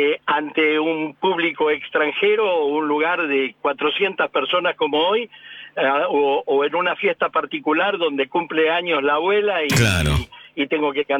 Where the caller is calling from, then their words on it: El Pato, Buenos Aires Province, Argentina; vivo en El Pato, partido de Berazategui.